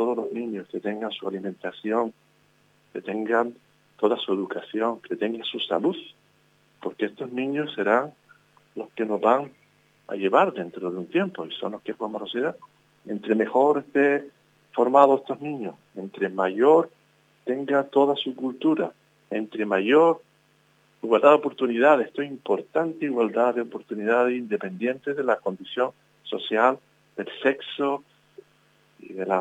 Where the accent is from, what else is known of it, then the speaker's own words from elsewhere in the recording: Canary Islands, Spain; con un pueblo, con unas tradiciones, con la gente que somos, la sociedad canaria